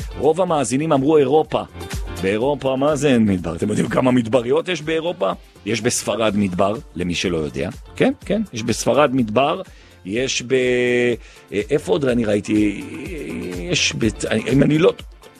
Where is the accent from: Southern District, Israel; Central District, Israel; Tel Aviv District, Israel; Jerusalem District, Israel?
Jerusalem District, Israel; Jerusalem; תגיד לי, דוגרי, אני ואתה, ירושלמי לירושלמי.